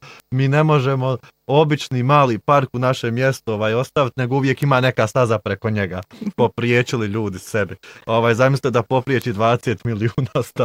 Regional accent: Bosnia & Herzegovina; Kod nas u Bosni ćete zamijetiti pticu kako leti negdje, pa zamijetit ćete potočić, pa drvo, ovo je drugačije.

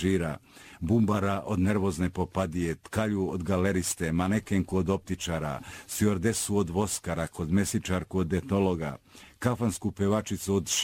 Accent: Sanski Most, Federation of Bosnia and Herzegovina, Bosnia & Herzegovina; rekao hvala ti, ali ja sam iz Sanskog mosta.

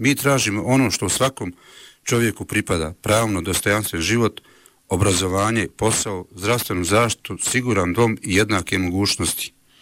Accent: Donja Orahovica, Federation of Bosnia and Herzegovina, Bosnia & Herzegovina; dolazim iz Donje Orhovice

